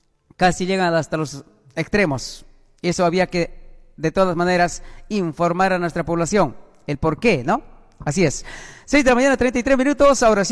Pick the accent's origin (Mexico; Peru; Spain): Peru; somos peruanos